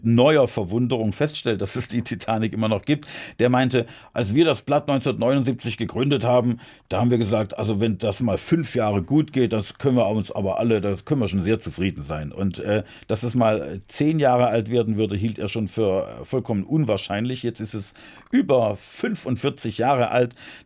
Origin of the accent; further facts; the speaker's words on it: Heilbronn, Baden-Württemberg, Germany; 1990 bin ich dann in meiner Heimatstadt Heilbronn als Kandidat auch angetreten, als Bürgermeisterkandidat, habe es leider nicht geschafft